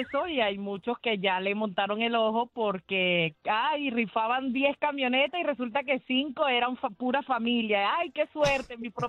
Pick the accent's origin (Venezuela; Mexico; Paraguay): Venezuela; Sí, de Venezuela. No sé si estás al tanto que ahí les metieron el ojo a un poco de riferos en Venezuela.